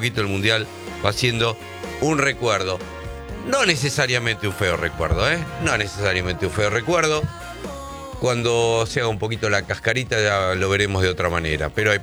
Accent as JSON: {"language": "Spanish", "country": "Argentina", "said": "Que somos argentinos. Los argentinos somos especialistas en eso."}